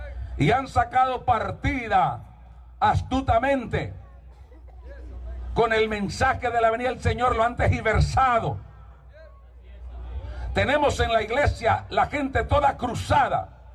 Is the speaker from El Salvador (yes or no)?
yes; El Salvador; also born or lived in Namasigüe, Choluteca, Honduras; Yo nací en Namasivo, Choluteca. Todos mis 22 hermanos más son nacidos acá. Pero yo me crecí con mi abuela en El Salvador.